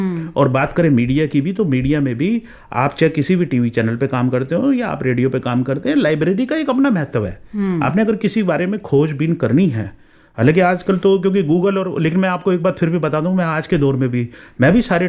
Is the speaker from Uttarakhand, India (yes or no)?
no; Delhi, India; born there; also born or lived in Hamirpur district, Himachal Pradesh; मैं दिल्ली में पैदा हुआ हूँ but I belong to Himachal Pradesh Hamirpur district